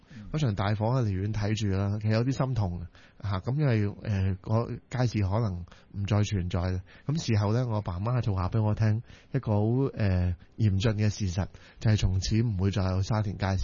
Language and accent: Cantonese; Hong Kong; born there; 我喺一个好伟大嘅地方，喺一个将会有80多万人嘅一个社区里边